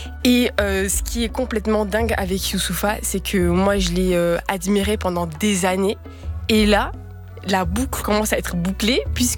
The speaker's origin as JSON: {"language": "French", "region": "Brussels", "country": "Belgium", "tie": "born there", "said": "Comme vous le savez, je suis belge, je suis née à Bruxelles, de père congolais, de mère belge."}